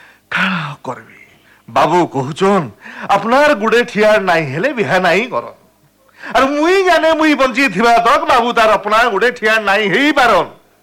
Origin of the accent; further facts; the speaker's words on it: Dhuma Bhata, Odisha, India; ମୁଇଁ, ମୋର ଘର ସମ୍ବଲପୁର ଜିଲ୍ଲା ମେଲଛାମୁଣ୍ଡା ଥାନା ଧୁମା ଭଟ ଗାଁ।